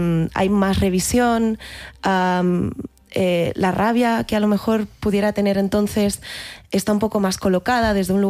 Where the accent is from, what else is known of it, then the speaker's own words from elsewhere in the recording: Barcelona, Catalonia, Spain; born there; now in Madrid, Spain; Yo nací en Barcelona, o sea, soy súper catalana, aunque muchos no quieran aceptarlo, pero llevo 14 años en Madrid, entonces tengo un popurrí de acentos